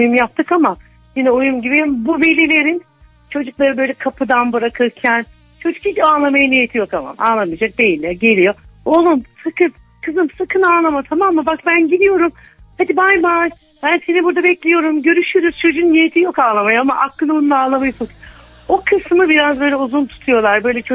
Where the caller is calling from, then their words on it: Sakarya, Turkey; Sakarya'dan arıyorum.